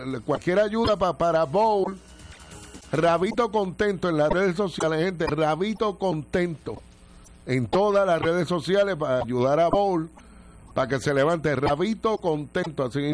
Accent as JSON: {"language": "Spanish", "country": "Puerto Rico"}